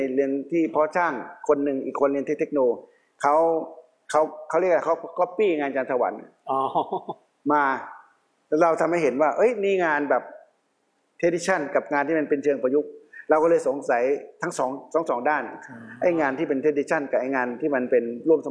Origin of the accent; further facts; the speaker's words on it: Wiang Sa, Nan, Thailand; ก็พี่เป็นคนจังหวัดน่านเกิดที่อำเภอสาปัจจุบันเป็นเวียงสาบ้านพี่เนี่ยอยู่ระหว่างวัดสองวัดคือวัดกลางเวียงกับวัดบุญยืน